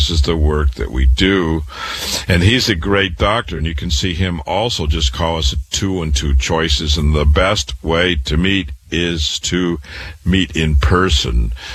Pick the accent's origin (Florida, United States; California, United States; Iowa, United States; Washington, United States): Iowa, United States; Waterloo; I'm a cancer doctor. I was born and raised in Waterloo, Iowa. I went to public school there, university there